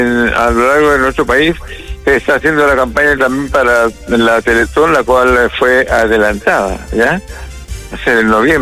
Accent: Chile; Sí, somos todos los chilenos

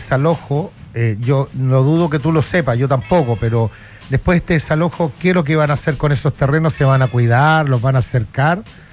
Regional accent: Chile

